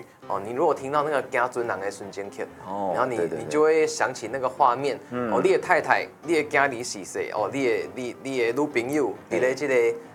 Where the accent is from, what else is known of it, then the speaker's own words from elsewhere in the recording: Taiwan; 但是我们台湾这边虽然说 你目前是比较平静，至少从我出生到现在啦。